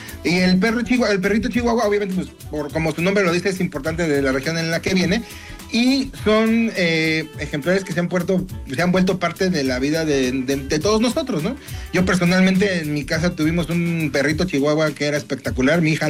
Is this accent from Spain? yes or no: no; Mexico; De nosotros como mexicanos.